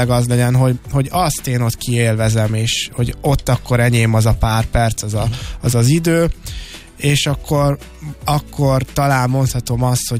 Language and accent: Hungarian; Hévíz, Zala, Hungary; Maga egyébként a videó hanganyag is egy szülővárosom általi kezdeményezésből indult